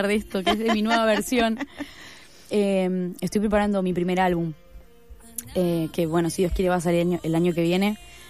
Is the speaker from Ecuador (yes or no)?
no; Argentina; soy argentina